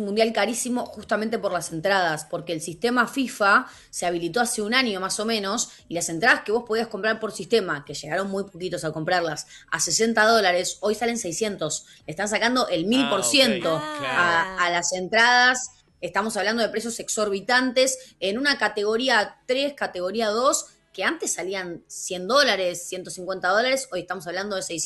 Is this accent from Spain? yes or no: no; Argentina